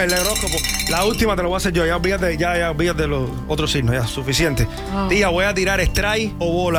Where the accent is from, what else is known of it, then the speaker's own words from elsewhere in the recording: Cuba; moved away; que somos cubanos de toda la vida. Tú viniste en el 80 con el Mariel. Yo llegué el otro día.